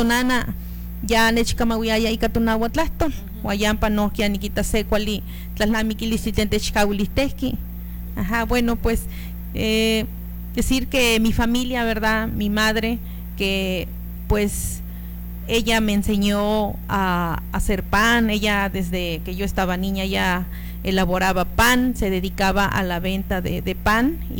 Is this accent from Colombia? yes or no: no; Mexico; first language Nahuatl; Spanish is a second language; Y pues mi abuela, que siempre me hablaba en náhuatl, en nuestra lengua materna, y pues esa fue la primer, como le diría el boom, de que yo pudiera hablar el náhuatl, porque precisamente fue mi lengua materna